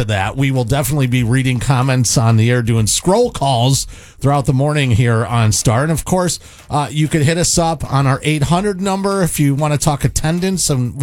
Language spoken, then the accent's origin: English; Addison, Illinois, United States; I grew up in Addison, of course, Wesley School, elementary school, in the 80s